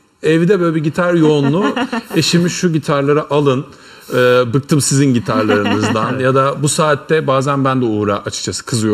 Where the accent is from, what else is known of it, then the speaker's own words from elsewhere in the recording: Ankara, Turkey; Yani biz Ankaralıyız çünkü yani Ankara'da ikamet ediyoruz. Benim ilkokul, ortaokul, lise hep Ankara'daydı. O yüzden Ankara bağımız bizim hala devam ediyor.